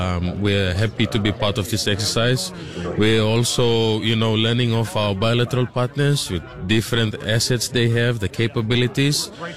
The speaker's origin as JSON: {"language": "English", "country": "Papua New Guinea", "said": "back home in New Guinea."}